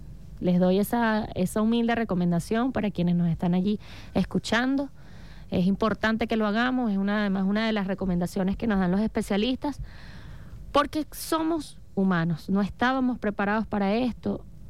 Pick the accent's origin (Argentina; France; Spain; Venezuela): Venezuela; de lo que verdaderamente somos los venezolanos y las venezolanas, de nuestra identidad